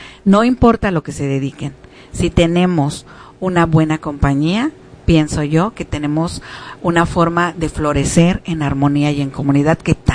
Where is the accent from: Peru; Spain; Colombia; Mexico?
Mexico; Guadalajara, Jalisco; now in Seattle, United States; regresar a mi tierra